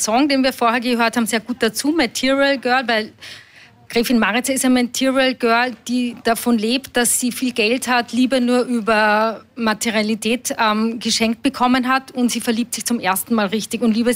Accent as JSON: {"language": "German", "region": "Salzburg", "country": "Austria", "also_born_or_lived": "Vienna", "moved": "yes", "said": "Ich komme ganz ursprünglich aus Salzburg, also ich fühle mich fast ein bisschen wie zu Hause hier."}